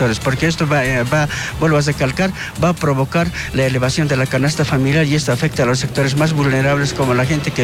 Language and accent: Spanish; Bolivia; nosotros como pueblo boliviano